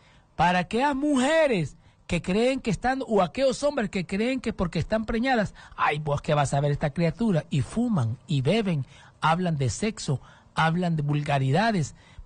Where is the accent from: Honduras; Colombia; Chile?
Honduras; yo sí estoy preocupado como hondureño.